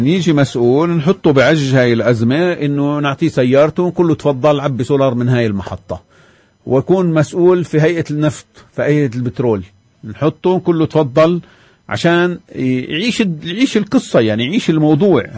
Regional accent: West Bank, Palestine; عندنا بالضفة

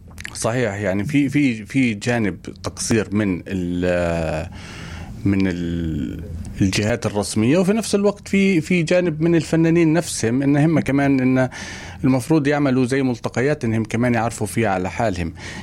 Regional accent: Palestine; كنت انا كفنان فلسطيني

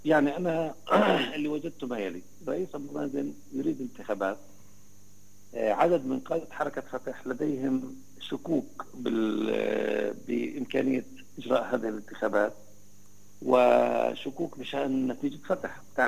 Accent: West Bank, Palestine

